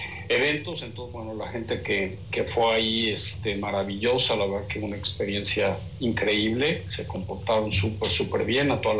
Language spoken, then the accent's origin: Spanish; Mexico; es un muy buen ejemplo de lo que como país, como mexicanos, como iniciativa privada, junto con la mano del gobierno y las instancias, se puede hacer.